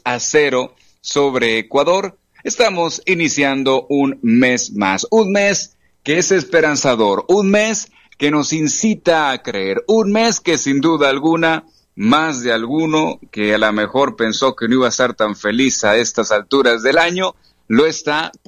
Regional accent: Mexico; como buen mexicano que somos aquí en la producción de Modo Play

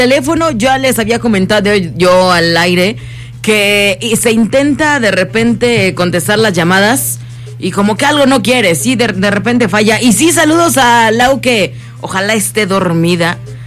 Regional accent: Mexico; Soy mexicana

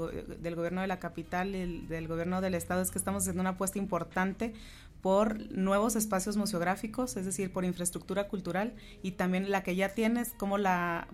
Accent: Chihuahua, Mexico; somos chihuahuenses

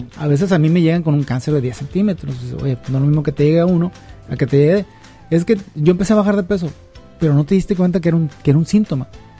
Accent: Mexico; Me empieza a doler el pecho, ahorita se me va a quitar, como buen mexicano, me tomo un paracetamol y al rato se me quita.

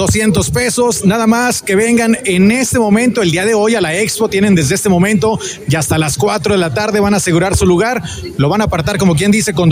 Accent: Mexico; como buenos mexicanos, todo hasta el final

